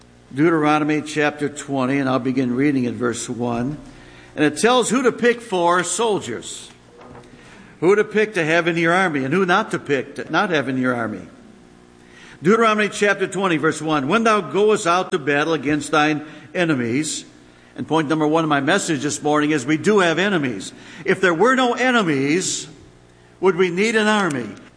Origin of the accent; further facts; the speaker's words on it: United States; We do as an American.